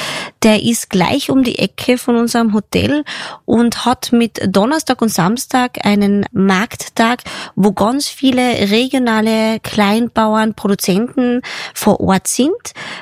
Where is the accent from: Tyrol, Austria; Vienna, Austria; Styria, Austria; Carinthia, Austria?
Carinthia, Austria; Was natürlich bei uns in Kärnten nicht fehlen darf, sind die Kärntner Kassnudeln.